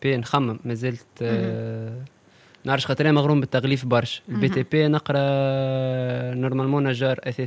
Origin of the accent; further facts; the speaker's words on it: Ariana, Ariana Governorate, Tunisia; انا من تونس اريان